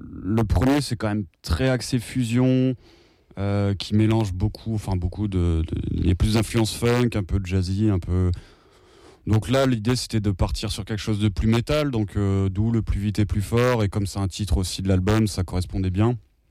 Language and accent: French; France; on est français, on va pas chanter bien anglais, on va pas parler bien anglais ni écrire.